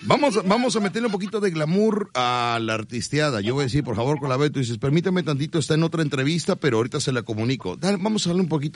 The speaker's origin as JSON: {"language": "Spanish", "region": "Veracruz", "country": "Mexico", "said": "Pero yo soy de aquí, de Veracruz. Somos de Veracruz, ¿verdad?"}